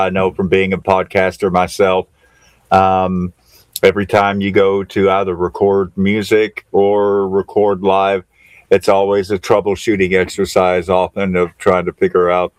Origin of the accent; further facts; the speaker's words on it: Appalachia, United States; I'm growing up in Appalachia, hillbilly country, poorest part of the nation